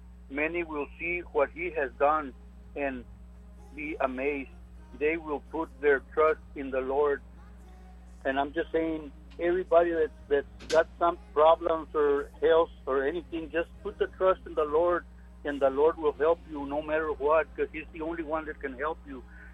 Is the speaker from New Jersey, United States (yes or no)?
no; Texas, United States; I even had a car club there in Rio Grande, because I'm originally from Rio Grande.